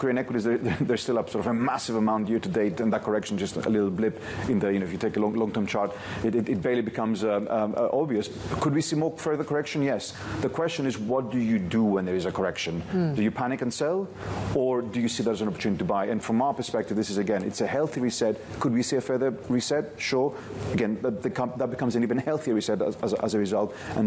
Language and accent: English; Greece; Even in my home country, Greece, until a year ago, the banks were not allowed to pay dividends and buybacks.